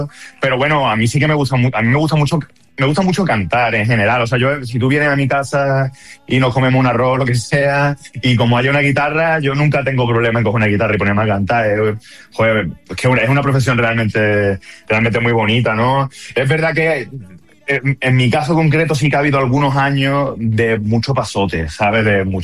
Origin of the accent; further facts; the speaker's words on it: Málaga, Andalusia, Spain